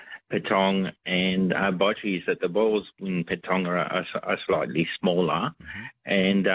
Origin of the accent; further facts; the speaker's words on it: Belgium; English is a second language; now in Australia; I came from Belgium quite some time ago, 1966.